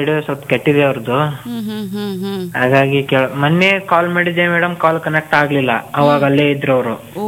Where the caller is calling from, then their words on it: Shigli, Karnataka, India; ನಾವು ಗದಗ ಜಿಲ್ಲಾ ಲಕ್ಷ್ಮೇಶ್ವರ ತಾಲೂಕು ಶಿಗ್ಲಿ ಗ್ರಾಮ ಮೇಡಮ್.